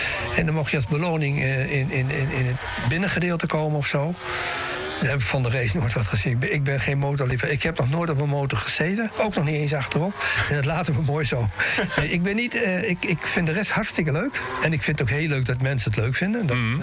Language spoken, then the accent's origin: Dutch; Assen, Drenthe, Netherlands; born there; mensen die in Assen bekend zijn, ik ben geboren in de Paul Krugerstraat.